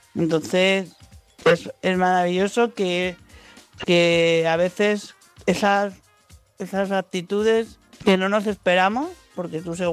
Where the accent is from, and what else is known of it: Madrid, Community of Madrid, Spain